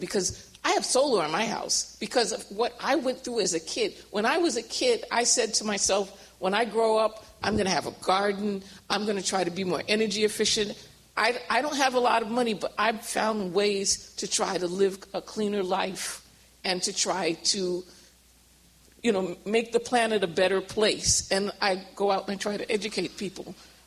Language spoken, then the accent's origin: English; New York City, New York, United States; I grew up in New York City in the 70s when we had the oil crisis.